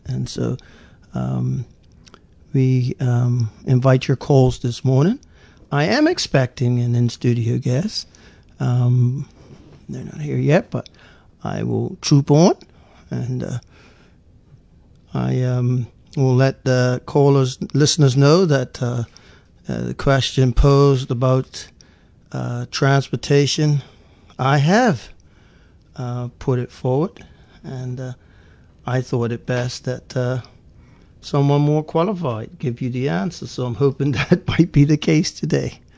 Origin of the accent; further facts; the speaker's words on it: Bermuda; many of us growing up in Bermuda